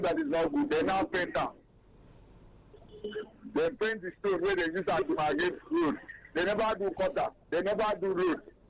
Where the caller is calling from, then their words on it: Ojo, Lagos, Nigeria; I'm calling from Ojo local government.